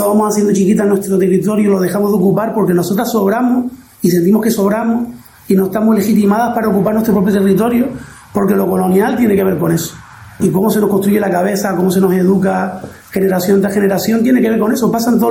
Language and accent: Spanish; Canary Islands, Spain; la población canaria